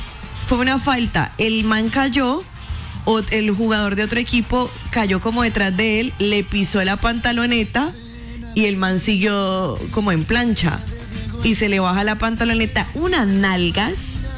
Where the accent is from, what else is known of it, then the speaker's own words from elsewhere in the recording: Cali, Valle del Cauca, Colombia; como buenos caleños, como buenos colombianos